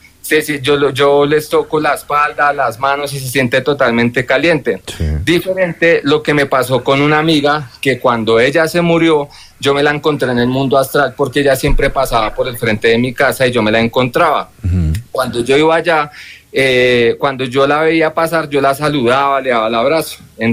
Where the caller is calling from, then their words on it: Soacha, Cundinamarca, Colombia; Soacha, Cundinamarca.